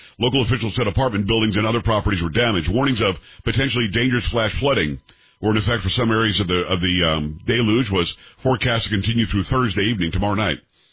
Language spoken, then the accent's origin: English; Florida, United States; also born or lived in New York; Like, I grew up in Florida, it absorbs. I was born in New York, lived there for 7 years.